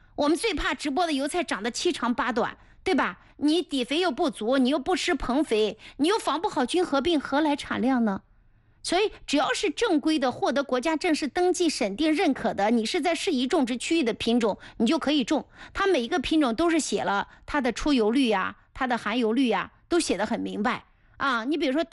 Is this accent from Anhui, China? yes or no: yes; Mengcheng, Anhui, China; 我的家乡在蒙城啊